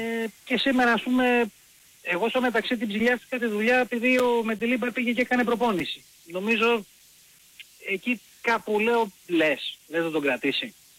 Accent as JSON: {"language": "Greek", "town": "Nea Smyrni", "region": "Attica", "country": "Greece", "said": "από Νέα Σμύρνη, Ολυμπιακός."}